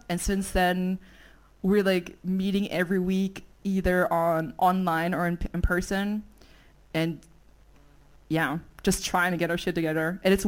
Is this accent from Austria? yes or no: yes; Vienna, Austria; I'm from Vienna. The ghost is also from Vienna.